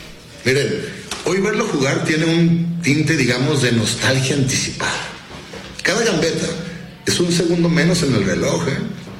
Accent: Mexico; Qué coraje tan dolorosamente hermoso de entender eso siendo mexicano. Porque nosotros también amamos este juego hasta las lágrimas.

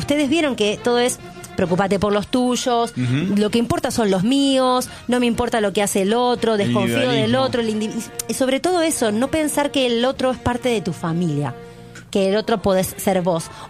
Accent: Argentina; nosotros como argentinos

